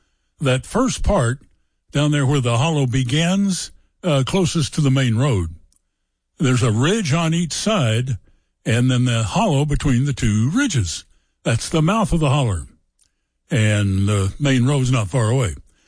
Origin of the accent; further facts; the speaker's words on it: Johnson County, Kentucky, United States; I was raised in Johnson County, Kentucky.